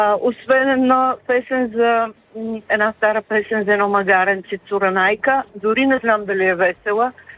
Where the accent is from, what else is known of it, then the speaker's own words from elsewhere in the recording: Kazanlak, Stara Zagora Province, Bulgaria; born there; Пътувам към София. Родена съм в Казанлък.